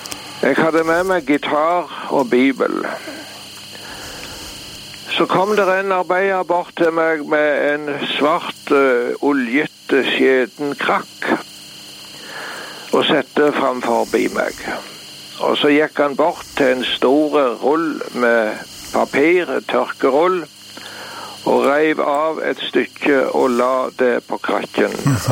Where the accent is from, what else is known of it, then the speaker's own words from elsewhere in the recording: Varhaug, Rogaland, Norway; Jeg huset hjemme på Varhau, på det gamle, der som jeg vokste opp, på det gamle forsamlingshuset der.